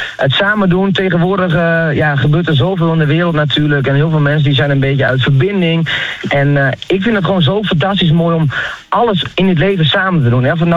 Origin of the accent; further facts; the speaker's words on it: Groningen, Netherlands; ik kom natuurlijk uit Groningen.